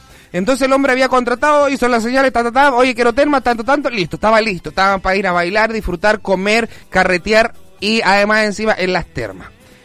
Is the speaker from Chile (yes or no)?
yes; Chile; lo voy a contar como chileno